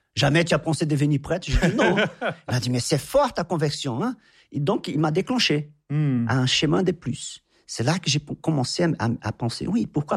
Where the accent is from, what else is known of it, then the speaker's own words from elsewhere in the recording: Anápolis, Goiás, Brazil; French is a second language; j'ai retourné chez moi à Goiás, à Anápolis, j'ai commencé à prier.